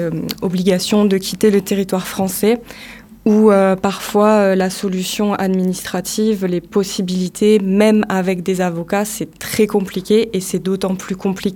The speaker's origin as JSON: {"language": "French", "country": "France", "said": "j'ai 33 ans, je suis française, je parle français. Je comprends la difficulté d'apprendre une langue car j'apprends l'anglais."}